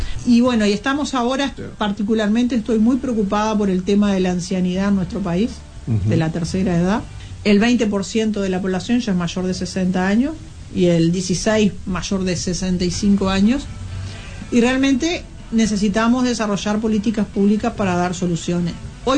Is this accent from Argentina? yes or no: no; Uruguay